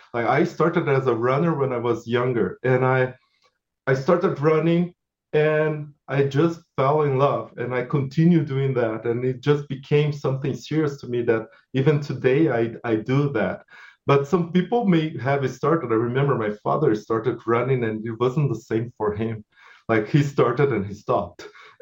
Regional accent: Brazil; English is a second language; moved away; And sometimes I remember I came from Brazil.

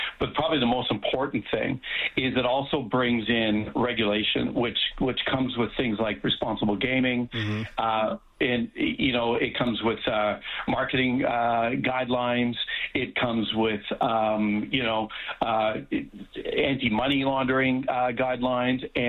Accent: Western Canada, Canada; now in Toronto, Canada; I'm from Western Canada, even though I'm speaking from Toronto, born and raised in Western Canada.

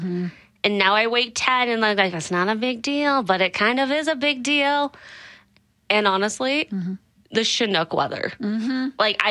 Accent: London, Ontario, Canada; It's kind of the best of both worlds for me, because I grew up in London, Ontario.

